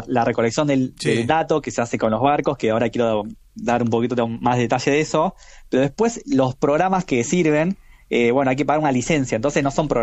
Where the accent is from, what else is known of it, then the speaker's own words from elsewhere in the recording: La Plata, Buenos Aires Province, Argentina; yo estudié en la Universidad de La Plata, porque soy de ahí de La Plata